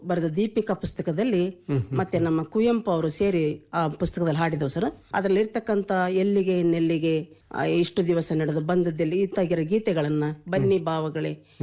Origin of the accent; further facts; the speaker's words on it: Esur, Karnataka, India; ನಮ್ಮ ಈಸೂರಿನಲ್ಲಿ